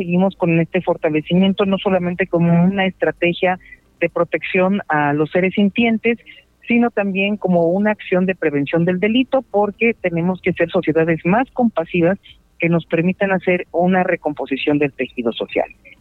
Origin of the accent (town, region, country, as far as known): Mexico